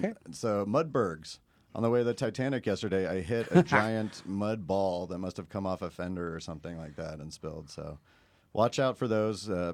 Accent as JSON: {"language": "English", "country": "United States", "said": "as an American"}